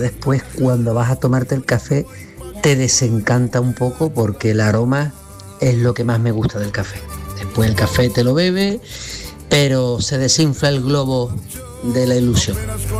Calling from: Cádiz, Andalusia, Spain; de Cádiz.

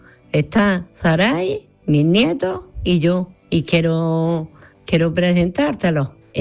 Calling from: Granada, Andalusia, Spain; de Granada

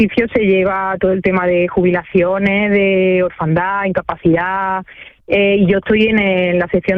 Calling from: Lucena, Andalusia, Spain; Yo vivo en Lucena y voy todos los días a Córdoba a trabajar.

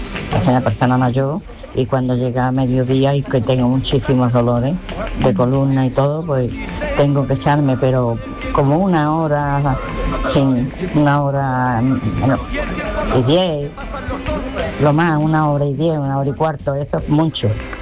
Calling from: Alcalá, Spain; de Alcalá.

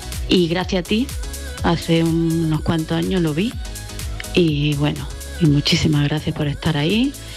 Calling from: Andújar, Andalusia, Spain; Buenos días, Domínguez, desde Andújar

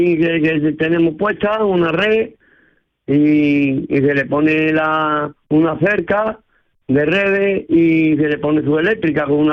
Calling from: Castilleja de Guzmán, Andalusia, Spain

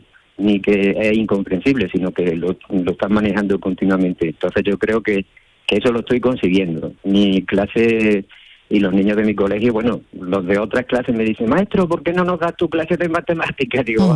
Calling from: Morón de la Frontera, Andalusia, Spain; ahora mismo estoy en mi casa, en Morón de la Frontera.

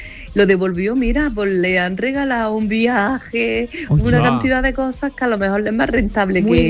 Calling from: Granada, Andalusia, Spain; de Granada.

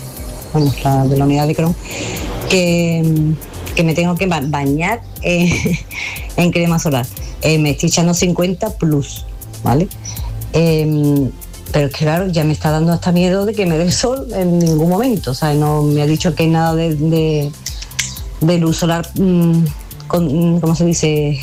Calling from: Dos Hermanas, Andalusia, Spain; … de Dos Hermanas

